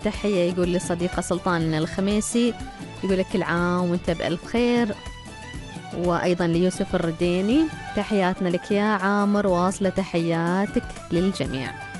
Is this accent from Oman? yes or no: yes; Oman; بلدنا عمان